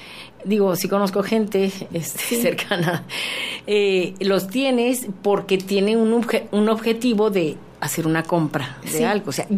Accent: Mexico; Y aquí como mexicanos

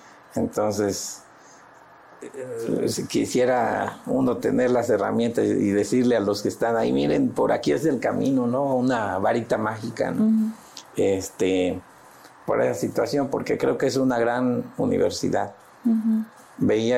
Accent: Veracruz, Mexico; soy de Veracruz

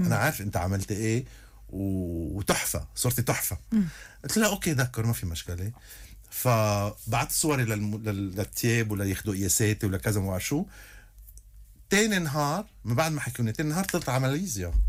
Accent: Lebanon; فبيسالوني وجه صار انت شو؟ انا لبناني، انا حامل 17 طايفه على كتافي.

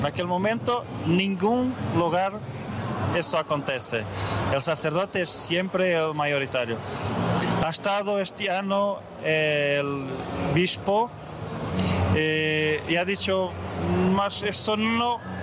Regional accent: Norte, Portugal; Dedícate a Santo Esteban, que es un santo de mi pueblo

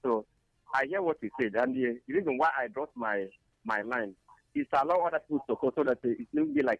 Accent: Enugu State, Nigeria; I'm from Enugu State.

